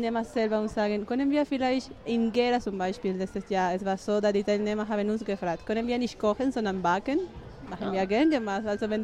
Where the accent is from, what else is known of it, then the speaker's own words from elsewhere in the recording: Spain; Das ist typisch aus Spanien. Ich komme aus Spanien. Deswegen war es ja richtig wichtig für mich.